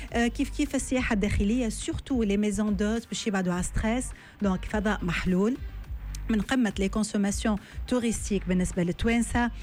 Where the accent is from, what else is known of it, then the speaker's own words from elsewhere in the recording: Tunisia; عندنا في تونس